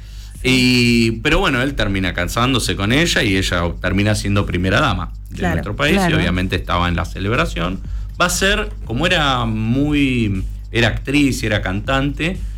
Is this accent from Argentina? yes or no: yes; Argentina